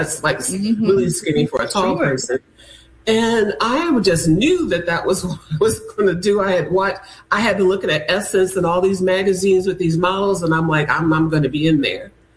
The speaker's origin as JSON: {"language": "English", "town": "Akron", "region": "Ohio", "country": "United States", "tie": "born or raised there", "also_born_or_lived": "Youngstown, Ohio", "said": "I'm from Ohio originally. Okay. I was born in Youngstown, raised in Akron, Ohio. Went to high school there."}